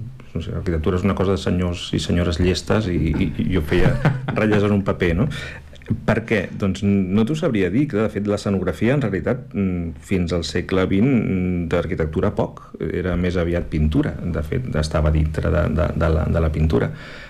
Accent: Esparreguera, Catalonia, Spain; perquè neixo a Esparreguera.

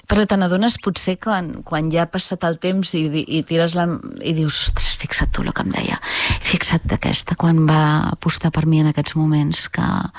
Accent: Catalonia, Spain; Sí, molt més complicat. Però, a veure, és el meu idioma.

